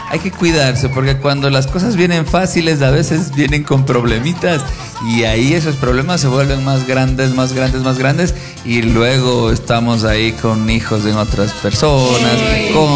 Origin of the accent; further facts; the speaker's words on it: Ecuador; Somos ecuatorianos de corazón